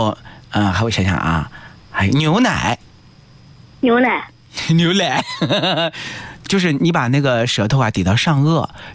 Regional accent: Hefei, Anhui, China; 我们合肥那边也是一样啊。

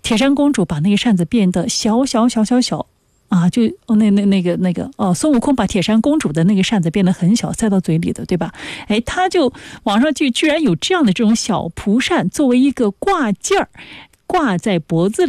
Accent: Jiangsu, China; 我们江苏这边

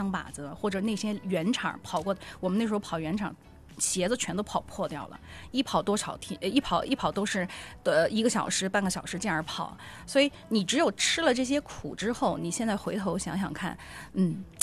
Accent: Jiangpu, Jiangsu, China; 包括现在我妈有时候回我们老家，回江浦那边去

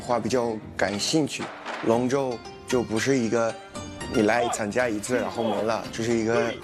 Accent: South Africa; Chinese is a second language; now in Suzhou, China; 我来自南非

